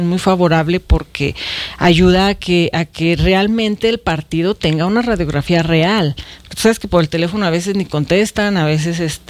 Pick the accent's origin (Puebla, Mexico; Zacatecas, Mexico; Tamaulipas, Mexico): Zacatecas, Mexico; yo nací en Zacatecas, toda mi vida he vivido en Zacatecas, yo quiero a Zacatecas, yo amo a Zacatecas, yo traigo tatuado a Zacatecas en mi sangre